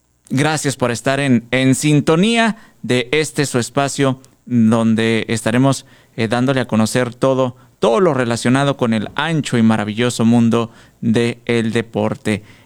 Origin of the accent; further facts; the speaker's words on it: Cuauhtémoc, Chihuahua, Mexico; now in Ciudad Juárez, Mexico; Me vine de Cuauhtémoc a jugar aquí con las Indias buscando una universidad.